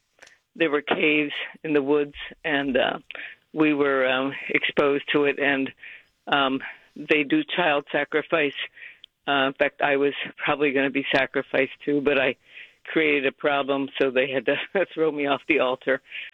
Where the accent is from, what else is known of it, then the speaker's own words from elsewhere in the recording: Philadelphia, Pennsylvania, United States; now in Arlington, United States; We grew up in the Philadelphia area